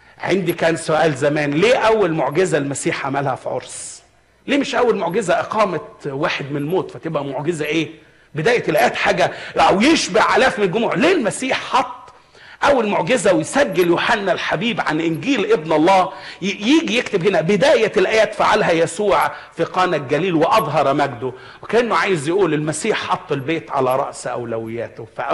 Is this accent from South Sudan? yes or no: no; Egypt; عندنا في مصر